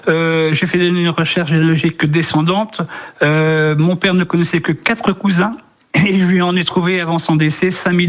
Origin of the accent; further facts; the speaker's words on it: Lezay, Nouvelle-Aquitaine, France; now in Nuaillé-sur-Boutonne area near Saint-Jean-d'Angély, France; Oui, je suis natif des Deux-Sèvres, de Lezay.